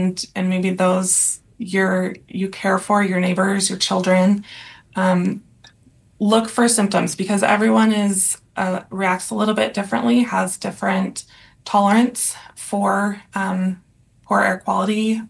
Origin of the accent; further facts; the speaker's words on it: Oregon, United States; I'm from Central Oregon.